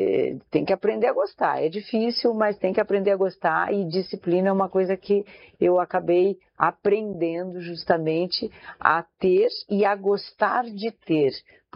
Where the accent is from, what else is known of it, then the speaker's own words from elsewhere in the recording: Brazil; Não, porque eu, como brasileira, né? Eu tenho muita fé.